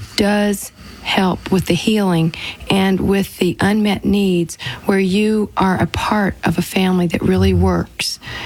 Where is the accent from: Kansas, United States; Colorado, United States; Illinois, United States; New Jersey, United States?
Colorado, United States; Aurora; from Aurora, Colorado.